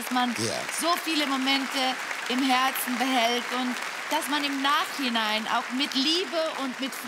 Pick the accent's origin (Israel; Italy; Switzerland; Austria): Switzerland; Ich fühle mich zu Hause, ich bin Sie auch Schweizer hier.